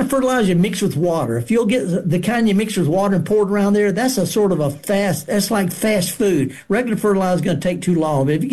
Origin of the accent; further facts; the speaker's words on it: Mississippi Delta, United States; Okay, now I'm from the Delta.